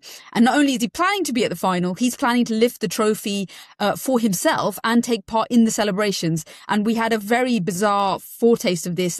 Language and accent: English; United Kingdom; I don't identify with the English football team for very complicated reasons of being a British Asian born in the 90s, where the St. George's flag was like quite a hostile symbol.